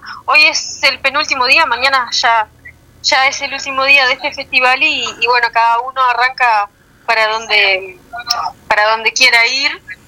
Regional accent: Tacuarembó, Uruguay; que somos de Tacuarembó, no es que somos de la capital

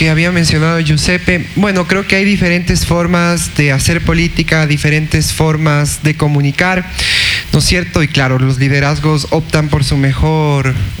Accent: Ambato, Tungurahua, Ecuador; Yo he crecido toda mi vida en esta ciudad y me han enseñado que Ambato es uno.

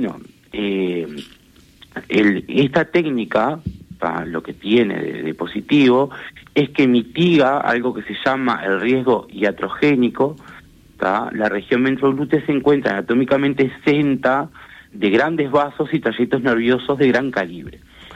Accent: Río Branco, Cerro Largo, Uruguay; moved away as an adult; now in Montevideo, Uruguay; Yo soy de Río Branco y, por ende, la gente que vivimos por aquellos lados, o vivía, porque ahora estoy en Montevideo hace 10 años

